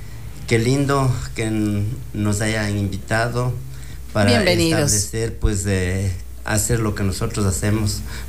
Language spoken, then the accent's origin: Spanish; Ambato, Tungurahua, Ecuador; born there; ambateño de nacimiento. Precisamente no aquí en la ciudad, en Ambato, sino yo soy de Tiúgua.